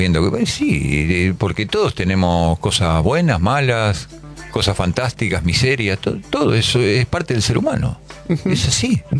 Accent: Villa Urquiza, Buenos Aires, Argentina; Y por ahí uno vive en Recoleta y vivió toda la infancia y la adolescencia en Villa Urquiza. Y para mí yo soy de Urquiza, no soy de Recoleta.

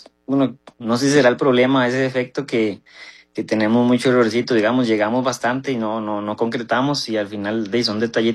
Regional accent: Cartago, Costa Rica; born there; Yo nací aquí en Cartago, en el Max

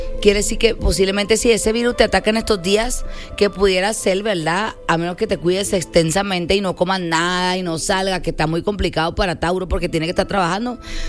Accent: Venezuela; mi oficina Reforma llamada Unelbo.

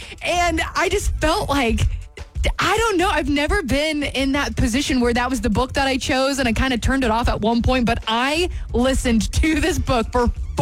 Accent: the South, United States; being a Southerner

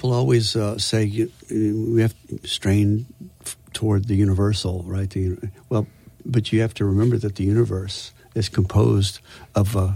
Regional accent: Louisiana, United States; I'm from Louisiana.

